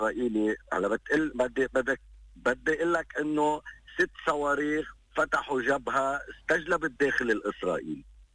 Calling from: Lebanon; انا عم بحكي وجهه نظري كمواطن.

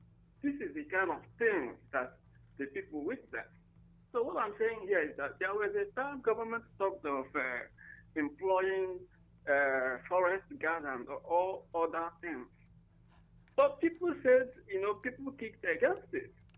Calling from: Ogun, Nigeria; I'm reaching you from Ogun.

